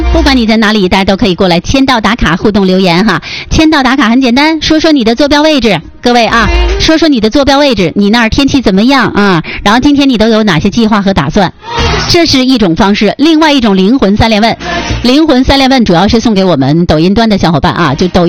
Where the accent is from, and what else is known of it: China